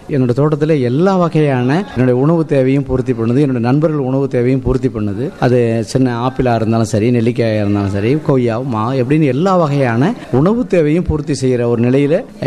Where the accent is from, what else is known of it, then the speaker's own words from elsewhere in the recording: Tamil Nadu, India; என்னுடைய சொந்த ஊர் வந்து பெரிய உதய கிராமம்.